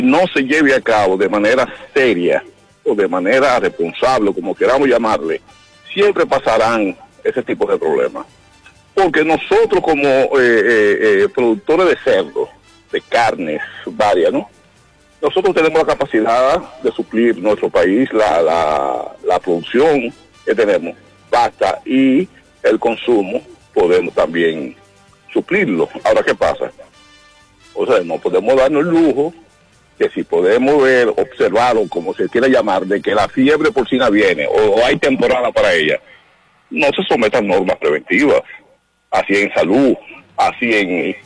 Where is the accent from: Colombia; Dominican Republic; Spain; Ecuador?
Dominican Republic; Lamentablemente, nosotros, como República Dominicana, el sistema nuestro nunca ha sido preventivo.